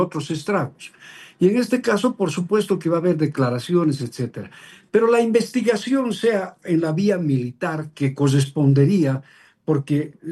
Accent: Bolivia; Y eso es lo que nosotros como bolivianos que tenemos que comenzar a liberarnos de este tipo de políticos inhumanos

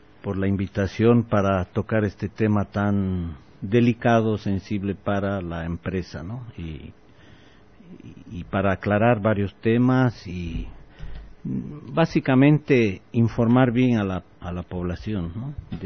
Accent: Chile; Entonces, yo vengo desde Chile, que trabajo hace más de 20 años en el sector de energías renovables

